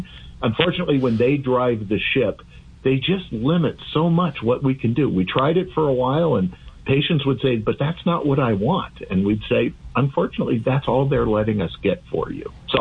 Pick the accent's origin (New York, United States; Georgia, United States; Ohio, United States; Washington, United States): Ohio, United States; I know where Dayton is. I'm from Ohio. It's 1,100 miles away from here.